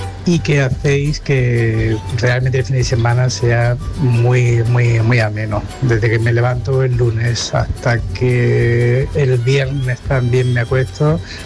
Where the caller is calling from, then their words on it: Córdoba, Andalusia, Spain; Buenos días … de Córdoba.